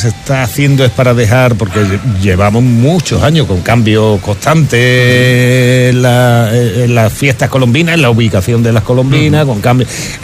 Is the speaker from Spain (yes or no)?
yes; Almonte, Andalusia, Spain; es que mi pueblo